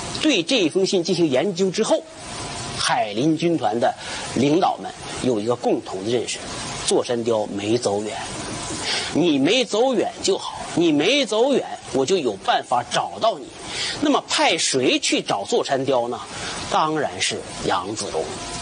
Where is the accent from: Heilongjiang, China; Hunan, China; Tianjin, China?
Heilongjiang, China; Mudanjiang; 我的家乡牡丹江一带